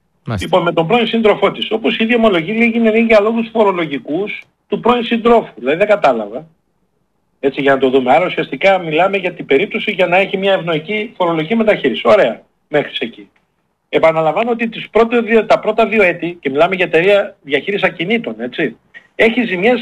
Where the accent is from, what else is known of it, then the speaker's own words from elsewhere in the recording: Florina, Western Macedonia, Greece; τον οποίο όταν ήμουν μικρό στη Φλόρινα το βλέπαμε κάποιο δέος.